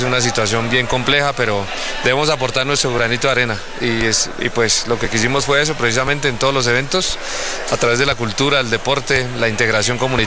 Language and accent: Spanish; Cogua, Cundinamarca, Colombia; desde que empecé a representar a mi municipio en eventos deportivos, siempre he sentido el amor por mi terruño, así me lo inculcó mi papá especialmente, bueno, el sentido de pertenencia, y bueno, me siento feliz, feliz de ser coguano